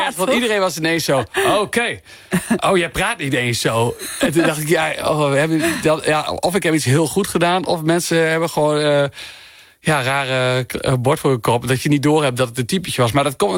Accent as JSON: {"language": "Dutch", "region": "Groningen", "country": "Netherlands", "said": "grappen zijn die je gewoon echt als Groninger gewoon denkt, ach, oh ja, dat woord, dat heb ik lang niet gehoord."}